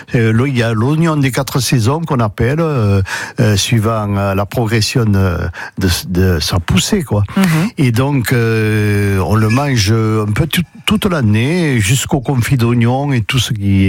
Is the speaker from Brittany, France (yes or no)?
no; Trébons, Occitanie, France